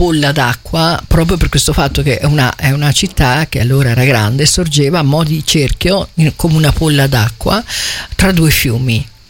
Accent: Pollenza, Marche, Italy; ma per il nostro paese, il mio paese Pollenza, come ogni anno in estate a luglio, il giovedì di luglio, curiamo da 5 anni una rassegna che si chiama Il Nome Perduto.

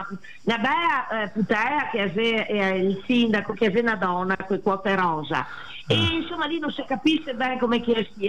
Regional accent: Crespano, Veneto, Italy; Ma il paga conto che convegno sono da Crespano, mi accaverò 30 forme del formaggio

